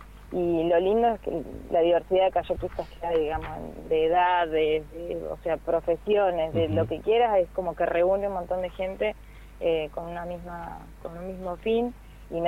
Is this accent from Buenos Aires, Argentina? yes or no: no; Puerto San Julián, Santa Cruz, Argentina; moved away as an adult; Yo soy de acá de San Julián, mi mamá es santafesina, mi papá es sanjulianense, así que tengo ahí como una mezcla linda.